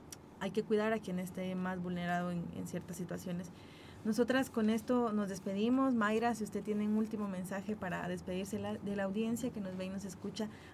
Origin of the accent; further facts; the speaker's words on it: Guatemala; somos guatemaltecas, guatemaltecos, o como nos identifiquemos.